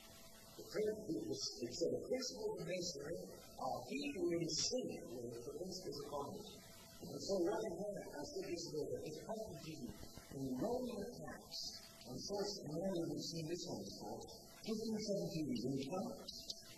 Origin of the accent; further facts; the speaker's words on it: England, United Kingdom; I'm an Englishman